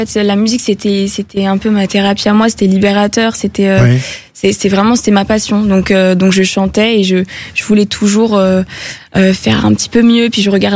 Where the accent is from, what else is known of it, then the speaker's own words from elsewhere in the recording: Île-de-France, France; J'ai grandi en région parisienne.